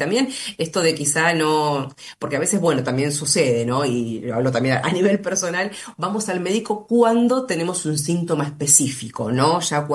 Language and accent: Spanish; Argentina; ¿Somos los argentinos, te consulto tu experiencia, por supuesto, un poquitito así reacios a ir al médico